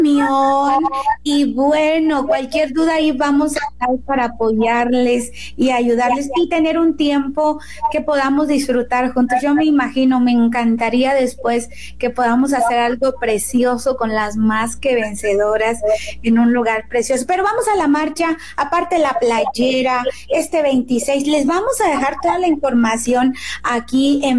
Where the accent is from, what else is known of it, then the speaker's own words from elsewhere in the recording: Guerrero, Mexico; yo soy cerca de Zihuatanejo